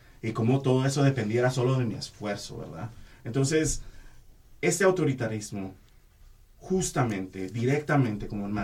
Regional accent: Guatemala; Porque yo soy guatemalteco y mi familia tiene muchas opiniones sobre Bukele

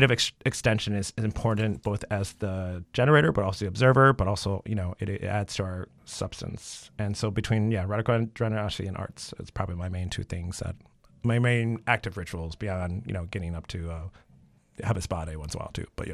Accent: Chicago, Illinois, United States; grew up in Chicago, and I grew up in Logan Square, so it was very bikeable already, even in the 80s.

